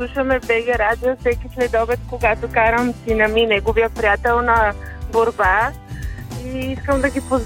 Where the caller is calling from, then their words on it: Varvara, Burgas Province, Bulgaria; Ние сме от Варвара